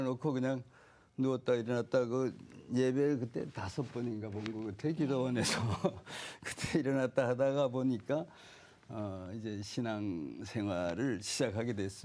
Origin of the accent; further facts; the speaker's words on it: Taebaek, Gangwon, South Korea; 제 고향은 강원도라고 그러는 거죠. 태백이라고. 단광촌에서 태어나서 거기서 초중고 다